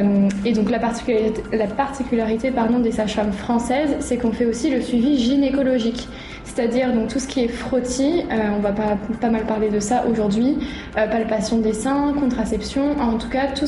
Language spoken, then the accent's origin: French; Vanuatu; Moi, j'ai grandi au Vanuatu, j'ai fait l'école à Colardo, à l'école française, et ensuite, du coup, l'école de sage-femme à Paris.